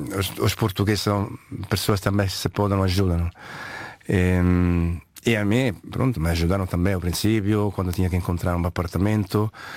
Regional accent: Rome, Lazio, Italy; born there; Portuguese is a second language; Eu, graças a Deus, como nasci em Roma, eu acho que Roma me fez ver algumas coisas lindas

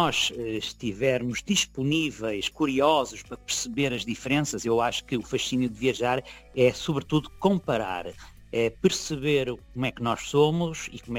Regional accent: Figueira da Foz, Centro, Portugal; Eu sou da Figueira Foz, cresci em frente à praia

